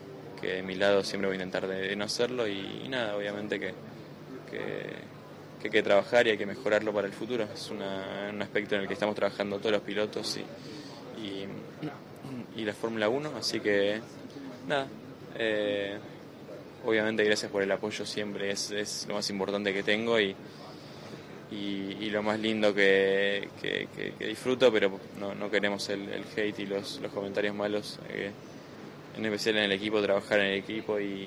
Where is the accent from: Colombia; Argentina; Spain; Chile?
Argentina; nosotros como argentinos nos tenemos que marcar un poco el cambio, ¿no?